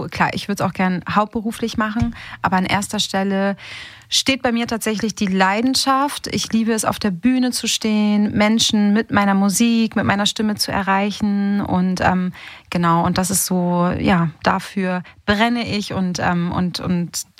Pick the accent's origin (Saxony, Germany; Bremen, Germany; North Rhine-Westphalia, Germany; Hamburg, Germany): Hamburg, Germany; Hamburger Mädchen mit italienischen Wurzeln. Meine Eltern sind Italiener. Genau, ich bin aber geboren und aufgewachsen in Hamburg.